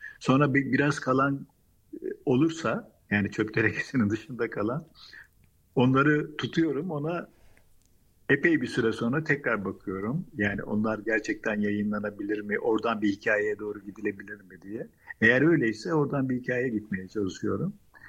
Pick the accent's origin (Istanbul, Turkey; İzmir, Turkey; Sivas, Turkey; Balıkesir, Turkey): Istanbul, Turkey; born there; also born or lived in Samsun; Daha sonra İstanbul'a geldiğimde ilkokul öğrencisiydim.